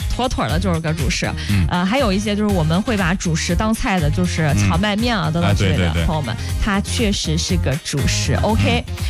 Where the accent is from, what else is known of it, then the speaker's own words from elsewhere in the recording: Henan, China; 在我们河南人心目当中